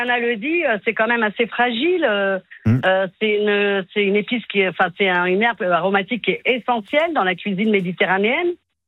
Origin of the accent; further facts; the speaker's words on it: Italy; moved away; moi, je suis italienne. Donc, le basilic, chez nous, en Italie